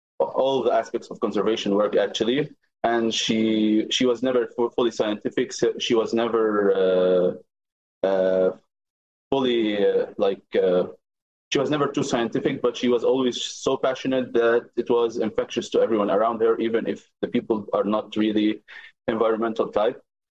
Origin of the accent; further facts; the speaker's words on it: South Governorate, Lebanon; I'm from Al-Mansouri village.